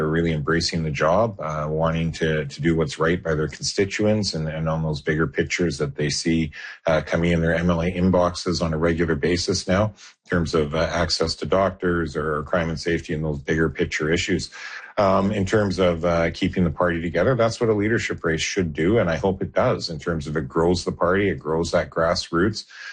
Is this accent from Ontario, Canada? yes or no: no; Kamloops, British Columbia, Canada; I'm from Kamloops. 40% of our population doesn't have a family doctor.